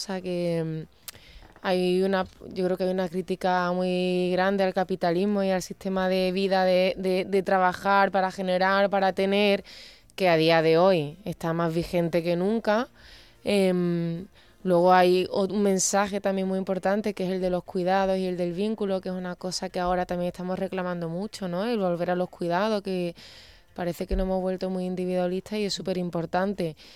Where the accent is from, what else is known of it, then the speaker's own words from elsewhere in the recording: Andalusia, Spain; Yo no lo digo, porque encima como andaluza, lo siento, pero...